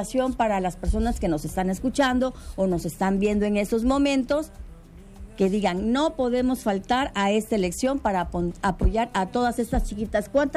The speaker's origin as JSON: {"language": "Spanish", "country": "Mexico", "said": "De nosotros como mexicanos, hombres y mujeres fuertes"}